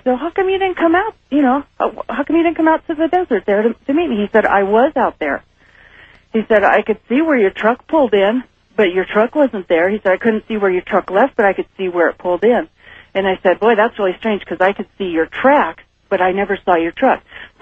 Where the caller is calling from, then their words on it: Carson City, Nevada, United States; I'm calling from Carson City.